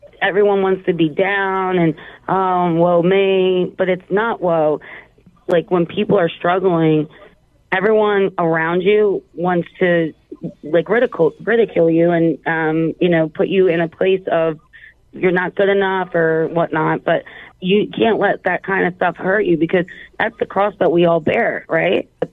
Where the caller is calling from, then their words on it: Pennsylvania, United States; I live in Pennsylvania.